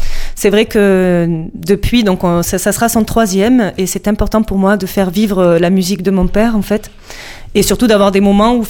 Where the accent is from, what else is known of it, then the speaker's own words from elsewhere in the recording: Marseille, Provence-Alpes-Côte d'Azur, France; accent: Marseille accent, with Italian resonances; Je suis marseillaise.